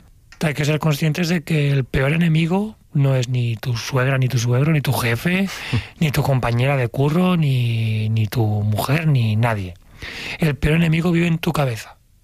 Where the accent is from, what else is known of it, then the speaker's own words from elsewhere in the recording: Valencia, Valencian Community, Spain; yo soy de Valencia, aquí en Valencia